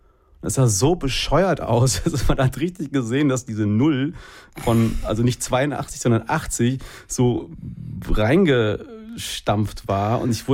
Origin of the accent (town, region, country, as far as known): Hesse, Germany; born or raised there; moved away as an adult; also born or lived in Los Angeles, United States